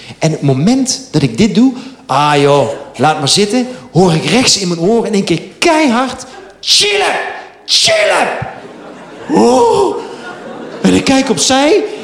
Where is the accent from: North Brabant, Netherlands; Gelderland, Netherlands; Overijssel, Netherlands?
North Brabant, Netherlands; accent: soft G; now in Amsterdam, Netherlands; Want ik ben een Brabander in Amsterdam. Als Brabanders praten, met een zachte G.